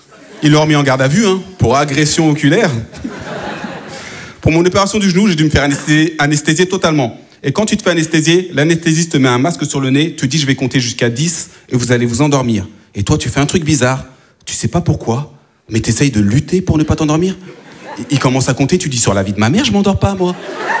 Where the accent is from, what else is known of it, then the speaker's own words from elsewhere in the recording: France; born there; si je parle bien français, c'est peut-être parce que je suis né en France